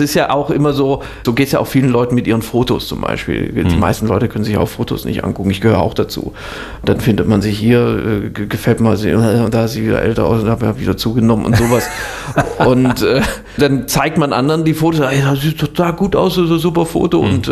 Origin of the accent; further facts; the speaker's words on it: Swabia, Germany; also born or lived in Stade; dann wurde ich zwar in Norddeutschland geboren, aber bin dann auch sehr schnell nach Schwaben umgezogen. Im Grunde bin ich Schwabe. Also auch bis heute, man hört es jetzt nicht mehr so im Dialekt, aber auch so, mein Herz hängt halt auch schon so am Süden Deutschlands.